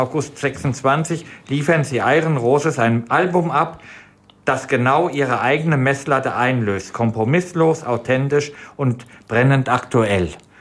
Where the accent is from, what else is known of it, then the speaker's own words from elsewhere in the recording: Wiesbaden, Hesse, Germany; Die spielen in meiner Heimatstadt am 14. Oktober um 20 Uhr im Schlachthof Wiesbaden.